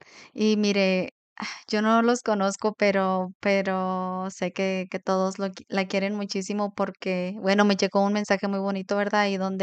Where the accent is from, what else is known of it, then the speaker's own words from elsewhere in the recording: Chihuahua, Mexico; Porque bueno, yo soy de Chihuahua, pero no soy de las que grito, ¿verdad?